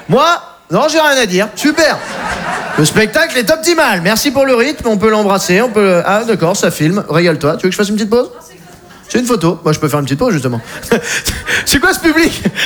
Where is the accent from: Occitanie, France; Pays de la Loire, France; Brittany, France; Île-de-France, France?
Île-de-France, France; Rambouillet; Bah moi je suis français. Je viens de Rambouillet.